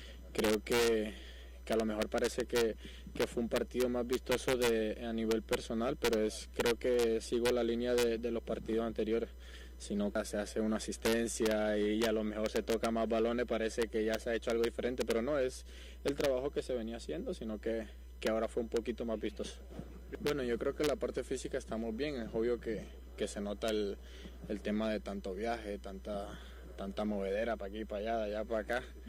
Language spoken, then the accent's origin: Spanish; Colombia; moved away; sabemos cómo nos somos nosotros los colombianos